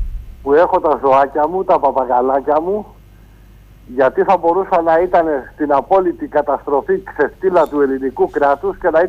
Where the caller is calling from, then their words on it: Greece; να καίγεται η πατρίδα μου